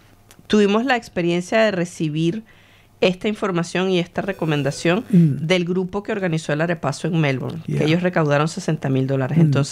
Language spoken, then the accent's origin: Spanish; Venezuela; now in Australia; nosotros como venezolanos